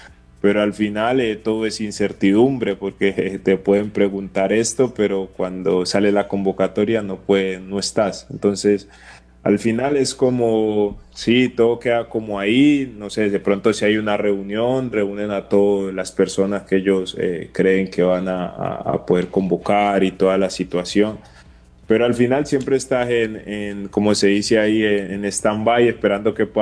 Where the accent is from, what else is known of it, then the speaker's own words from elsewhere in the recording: Cali, Valle del Cauca, Colombia; Soy caleño y me encanta la salsa